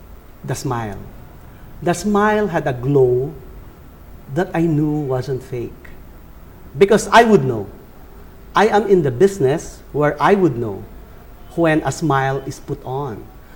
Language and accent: English; Angono, Calabarzon, Philippines; So I come from Angono, Rizal, which is miles and miles away from Makati, where we are right now.